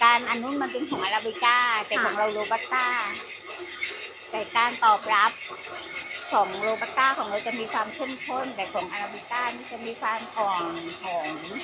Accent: Surat Thani, Thailand; now in Ranong, Thailand; เป็นคนสุราษฎร

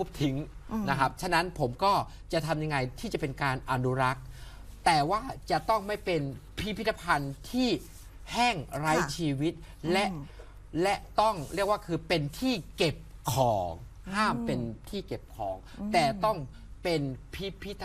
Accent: Bueng Kan, Thailand; รากเหง้าของเราก็คือผมเป็นคนบึงกาฬเนาะผมก็นุ่งสโรงไป

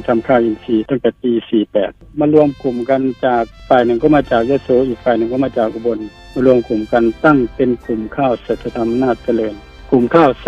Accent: Amnat Charoen, Thailand; เป็นคนที่อำนาจเจริญโดยตรงเลยเกิดที่อำนาจเจริญตั้งแต่จังหวัดอำนาจเจริญยังนั้นเป็นจังหวัดยังเป็นอำเภออยู่

